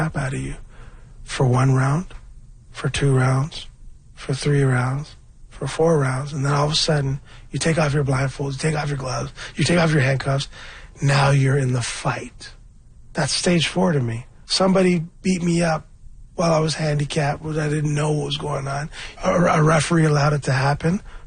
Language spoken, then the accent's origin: English; Scarborough, Ontario, Canada; I'm from Scarborough. I'm a rapper.